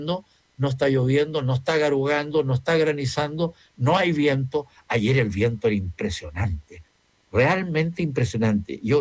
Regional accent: Chile; como un chileno común y corriente, no vuelva a ser candidata

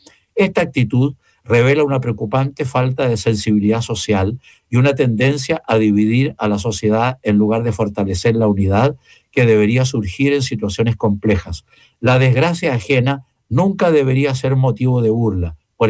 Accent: Chile; se lo digo como un chileno común y corriente.

